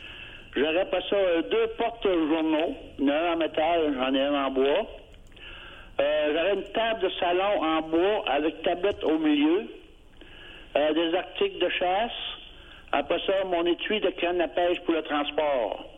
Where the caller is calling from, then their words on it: Saguenay, Quebec, Canada; Oui, j'appelle de Chicoutimi.